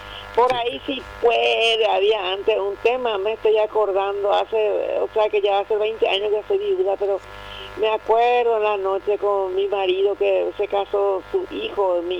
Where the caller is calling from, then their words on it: Paraguay; amamos esta bendita tierra paraguaya, porque yo amo tanto mi tierra